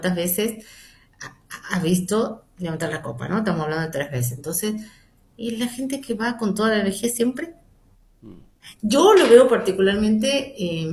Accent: Argentina; soy argentina

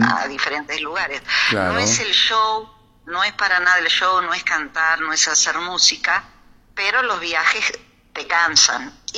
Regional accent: Paso del Rey, Buenos Aires Province, Argentina; la vida tranquila que yo llevaba en mi pueblo, en Paso del Rey

